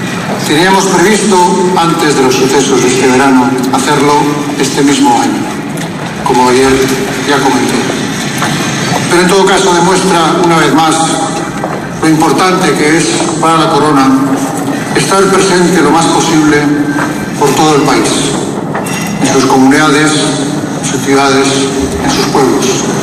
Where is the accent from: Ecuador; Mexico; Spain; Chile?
Spain; Los españoles, los europeos, somos miembros orgullosos de una unión